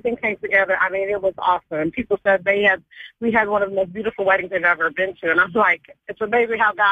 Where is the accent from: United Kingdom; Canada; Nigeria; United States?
Nigeria; my parents did not agree with it because I'm from the Nigerian, you know, culture, and they were like, he's not Nigerian